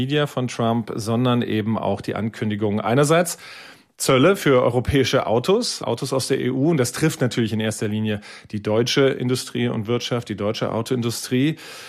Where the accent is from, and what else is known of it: Wiesbaden, Hesse, Germany; born or raised there